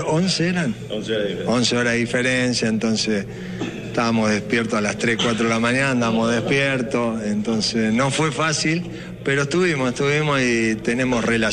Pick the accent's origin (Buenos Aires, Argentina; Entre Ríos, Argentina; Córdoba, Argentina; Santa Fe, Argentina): Córdoba, Argentina; Corral de Bustos; A decir a mí que soy de Corral de Busto.